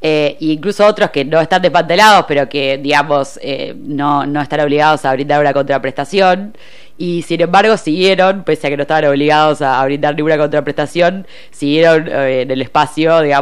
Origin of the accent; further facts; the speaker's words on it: La Plata, Buenos Aires Province, Argentina; Me crié acá en Villa Elvira, cerca de Alto de San Lorenzo